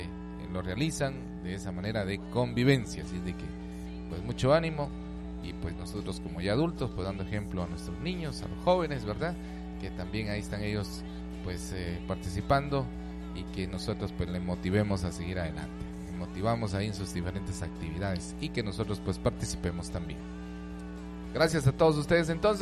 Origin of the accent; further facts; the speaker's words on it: Guatemala; como guatemaltecos, ¿verdad? De esta bella nación de Guatemala